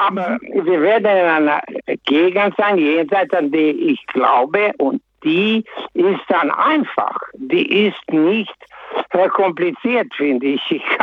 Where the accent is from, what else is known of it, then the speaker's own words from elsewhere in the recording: Transylvania, Romania; moved away as an adult; now in Todtnau, Germany; Ich musste meine Heimat verlassen. Ich bin in Siebenbürgen geboren. Die Umstände waren so, dass ich das nicht mehr ausgehalten hatte. Und mehr oder weniger musste ich sie verlassen. Und dann bin ich nach Deutschland gekommen.